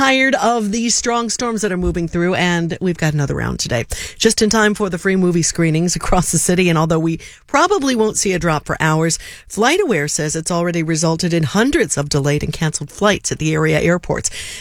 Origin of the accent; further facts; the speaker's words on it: United States; But I'm an American first